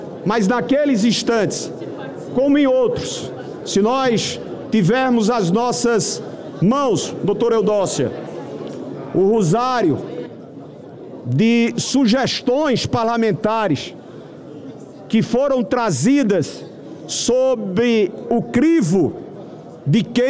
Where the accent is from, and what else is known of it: Brazil